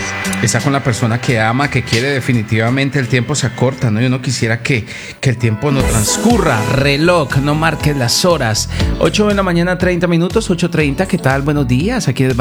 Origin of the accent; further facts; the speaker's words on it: Cali, Valle del Cauca, Colombia; Connie me ha traído para Cali. Bueno, es que soy de Cali, pero me ha traído a Bésame Cali.